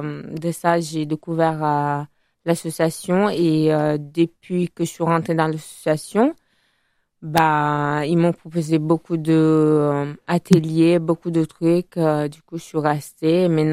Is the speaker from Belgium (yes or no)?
no; Italy; born or raised there; French is a second language; moved away as an adult; now in Bordeaux, France